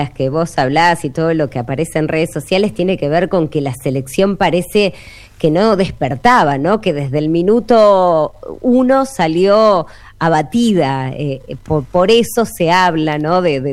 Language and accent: Spanish; Argentina; así somos los argentinos